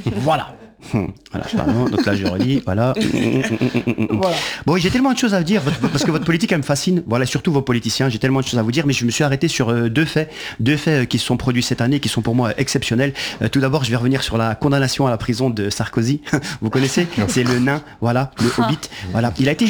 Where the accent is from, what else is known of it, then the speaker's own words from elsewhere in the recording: Belgium; Mais moi je suis venu pour rétablir l'honneur de mon pays, voilà, puisque je viens de Belgique.